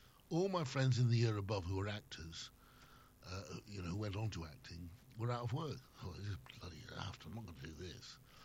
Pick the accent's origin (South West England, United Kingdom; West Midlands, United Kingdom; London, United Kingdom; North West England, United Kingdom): North West England, United Kingdom; Prestwich; born there; Well, all over the place. I was born in Manchester, believe it or not. A place called Prestwich, North Manchester.